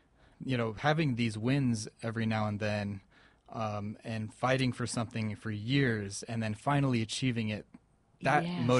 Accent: Camarillo, California, United States; that was when I began a youth-led grassroots organization in my hometown of Camarillo.

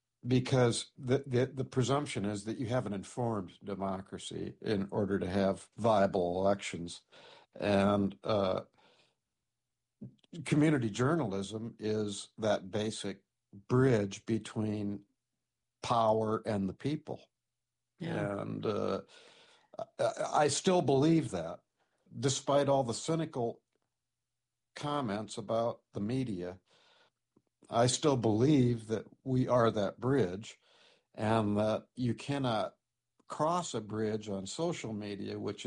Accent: Storm Lake, Iowa, United States; born there; And I was born in Storm Lake.

